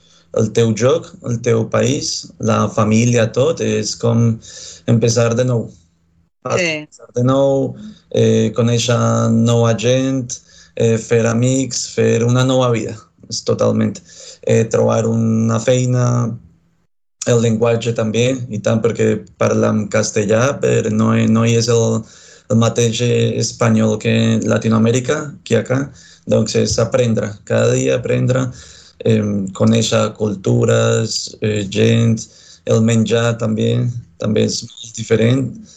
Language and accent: Catalan; Bogotá, Colombia; Catalan is a second language; moved away as an adult; also born or lived in Pereira, Colombia / London, United Kingdom / Girona, Spain; now in Barcelona, Spain; Soc de Bogotà, de la capital.